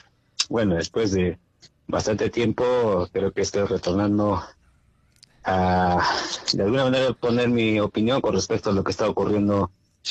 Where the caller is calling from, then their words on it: Moquegua, Peru; desde Moquegua.